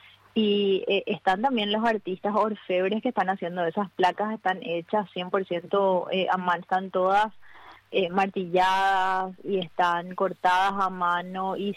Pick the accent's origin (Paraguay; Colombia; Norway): Paraguay; Lo que se buscaba principalmente era hablar un poco acerca de eso que tanto nos representa como paraguayos, que es la hospitalidad, ¿no?